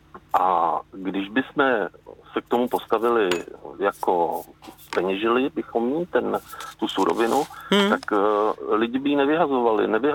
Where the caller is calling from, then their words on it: South Bohemian Region, Czechia; já jsem kovaný Jihočech